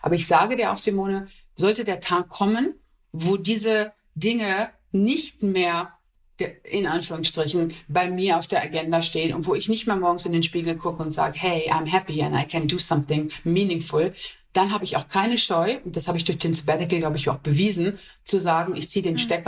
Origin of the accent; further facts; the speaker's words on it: Essen, North Rhine-Westphalia, Germany; born there; Und ich bin in Essen geboren, ich komme aus dem Ruhrpott.